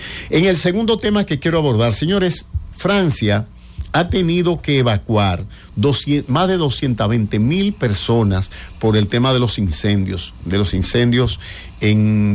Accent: Dominican Republic

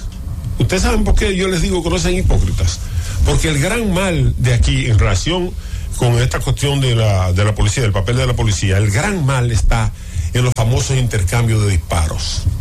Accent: Dajabón, Dominican Republic; mi provincia natal, Dajabón

